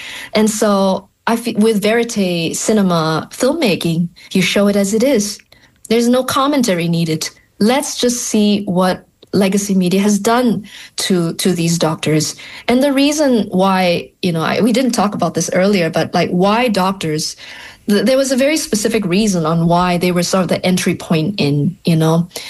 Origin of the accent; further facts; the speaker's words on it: Malaysia; moved away; I'm originally from Malaysia